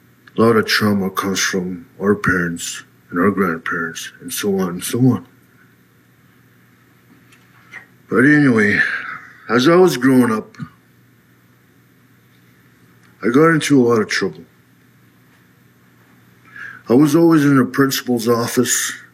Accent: North Caribou Lake, Ontario, Canada; I'm from North Kerbal Lake, also known as Round Lake, Yagamal Lake.

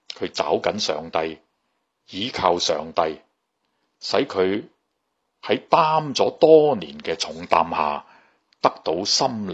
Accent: China; 我谂我哋作为中国人，我哋都知道婆媳点样相处融洽，系世世代代一直存在嘅问题。

